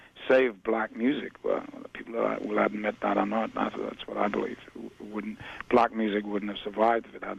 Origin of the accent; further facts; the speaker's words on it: Newcastle, North East England, United Kingdom; It was a conglomeration of several bands that were in playing in my hometown, Newcastle.